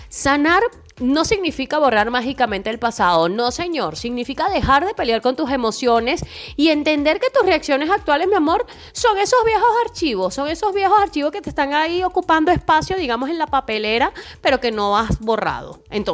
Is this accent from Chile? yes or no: no; Venezuela; now in Mexico; soy la venezolana más mexicana